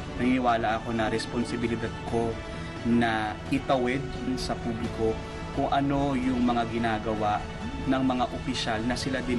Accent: Calabarzon, Philippines; Lumaki ako sa Cavite and growing up, parang I've always been curious and aware sa nangyayari sa paligid.

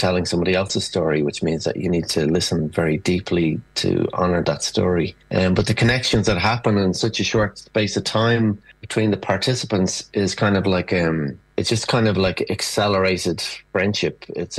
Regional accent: Ireland; as Irish people

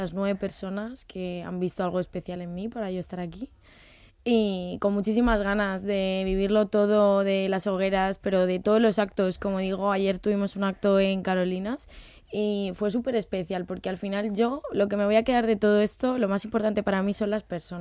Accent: Alicante, Valencian Community, Spain; que no me vean solo como una bella del FOC, sino como una alicantina más

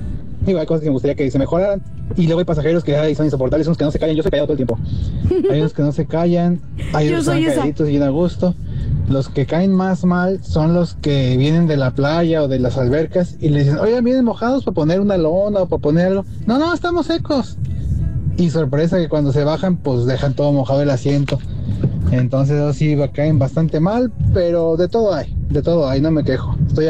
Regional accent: Michoacán, Mexico; moved away; seguido voy para mi tierra, para Michoacán

